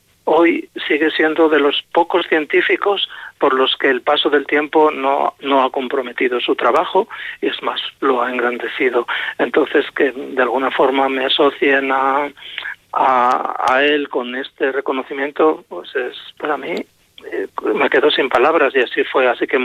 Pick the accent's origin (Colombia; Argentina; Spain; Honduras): Spain; Sabiñánigo, Aragon; moved away; Nací en Sabiñánigo, viví allí, mi familia sigue viviendo allí.